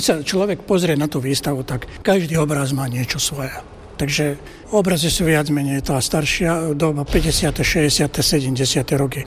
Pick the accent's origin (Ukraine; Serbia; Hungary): Serbia; Kovačica, Vojvodina; born there; Ja som sa narodil v Kovačici.